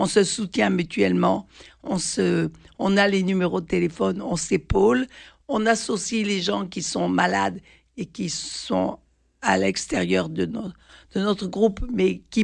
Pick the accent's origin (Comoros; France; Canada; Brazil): France; Marseille, Provence-Alpes-Côte d'Azur; Je suis marseillaise